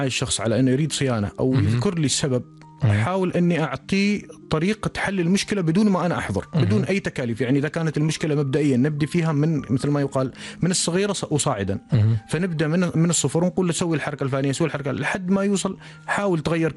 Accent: North Al Sharqiyah, Oman; moved away as an adult; now in Muscat, Oman; أنا الأساس أنا انطلقت من الشرقية بالذات من شمال الشرقية وانتقلت إلى مسقط في الفترات الأخيرة في 5 سنوات الأخيرة،

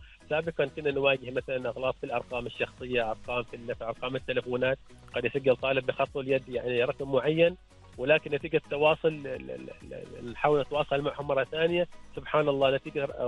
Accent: Oman; معنا في السلطنة

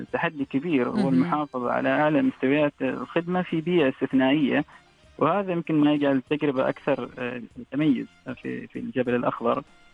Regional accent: Oman; ونحن كعمانيين

